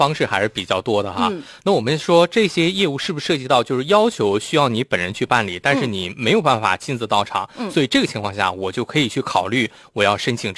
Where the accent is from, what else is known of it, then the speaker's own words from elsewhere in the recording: Northeast China, China; 像我们东北人好多人都在异地有房产